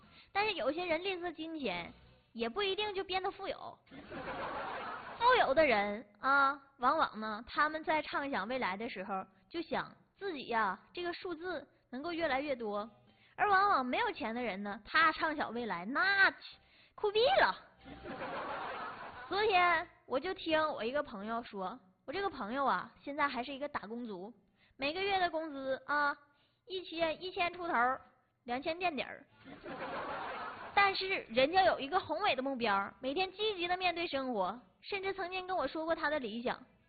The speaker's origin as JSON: {"language": "Chinese", "region": "Northeast China", "country": "China", "accent": "Northeastern dialect", "said": "我们东北人啊，平时呢在说话的时候就是有一些方言，昨天呢我跟他们说了一段东北方言，南方朋友听不懂"}